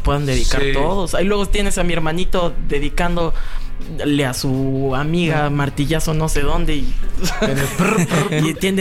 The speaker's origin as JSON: {"language": "Spanish", "region": "Mexico City", "country": "Mexico", "tie": "born or raised there", "said": "Crecimos en el Pedregal, entonces pues se nos hizo chistoso."}